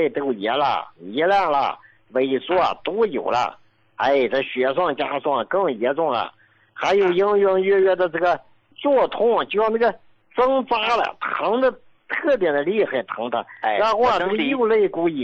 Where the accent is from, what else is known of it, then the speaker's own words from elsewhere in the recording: Inner Mongolia, China; 胡老，我是内蒙古的一个患者，也是你的老患者了啊。